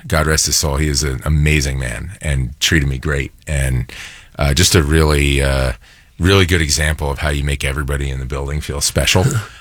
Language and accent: English; Philadelphia, Pennsylvania, United States; Growing up in Philly, other than 93, like, most of my childhood, they were bad.